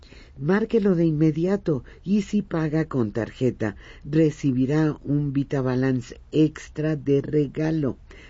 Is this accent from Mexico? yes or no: yes; Mexico; Yo ni de broma me gustaría ser argentina. No. Mira qué feliz siendo mexicana.